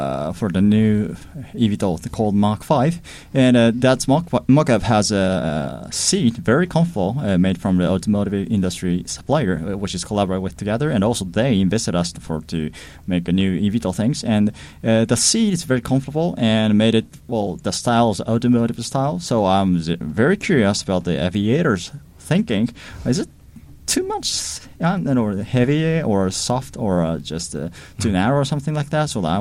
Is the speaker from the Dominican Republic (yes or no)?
no; Japan; I came from Japan.